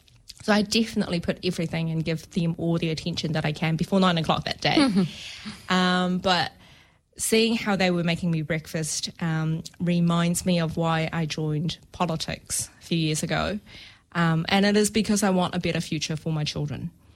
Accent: New Zealand; this is the competitive advantage of actually of being a New Zealander, is that we are so multicultural and so inclusive.

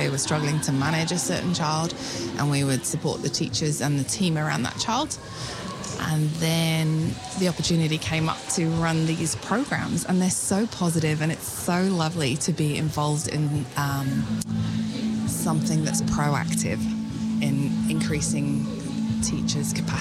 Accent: England, United Kingdom; now in Dunedin, New Zealand; No, I didn't. I'm from England, so yeah. It's been a big learning curve, learning te reo Māori, learning about tikanga and the culture.

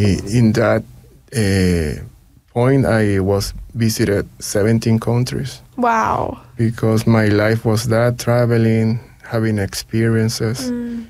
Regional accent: San Salvador, El Salvador; moved away as an adult; also born or lived in Santa Cruz, Bolivia; now in New Zealand; I was living in El Salvador, in my hometown. San Salvador is the capital city of El Salvador, a country in Central America.

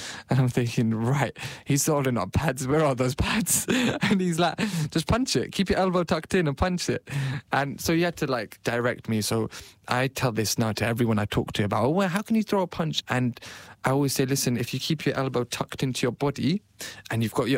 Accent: Pakistan; And being blind, being a Pakistani brown man, at first I was considered vulnerable.

